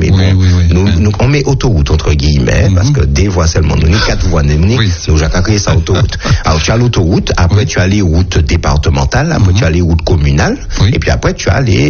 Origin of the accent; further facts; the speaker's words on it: Martinique; c'est la maladie numéro 1 chez nous en Martinique.